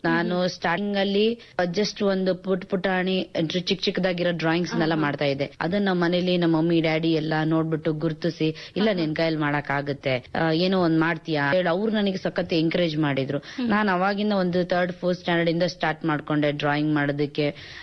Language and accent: Kannada; Hiriyur, Karnataka, India; now in Bangalore, India; ನಾನು ಹಿರಿಯೂರವಳು, ಹಿರಿಯೂರು ತಾಲೂಕು, ಚಿತ್ರದುರ್ಗ ಡಿಸ್ಟ್ರಿಕ್ಟ್. ನಾನು civil engineer work ಮಾಡ್ತಾ ಇದ್ದೀನಿ ಒಂದು MNC ಕಂಪನಿಲಿ, ಬ್ಯಾಂಗ್ಳೂರಲ್ಲಿ.